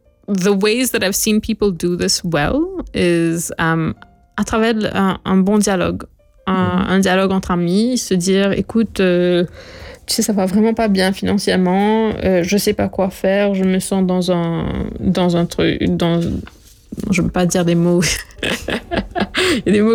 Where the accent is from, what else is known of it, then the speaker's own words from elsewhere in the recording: Mauritius; Ben, je crois que, en tant que Mauricien, we underutilize our banks.